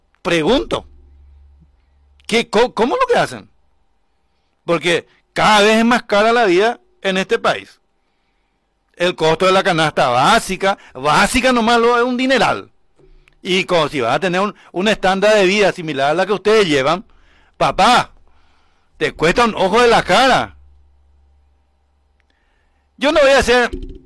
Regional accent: Paraguarí, Paraguay

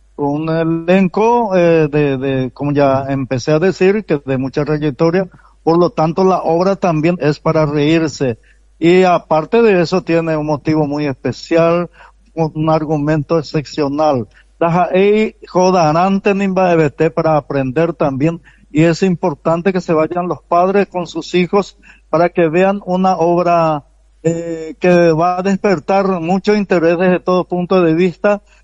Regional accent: Itá, Central, Paraguay; Un orgullo para mí estar hablando a mis compueblanos iteños.

